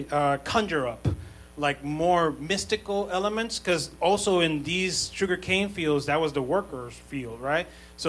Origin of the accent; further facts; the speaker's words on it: Puerto Rico; So as I was saying, I'm from Puerto Rico